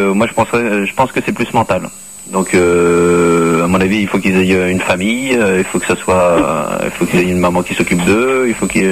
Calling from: Tours, Centre-Val de Loire, France

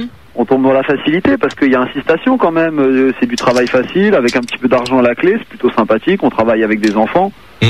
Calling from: Barbizon, Île-de-France, France; j'appelle de Barbizon.

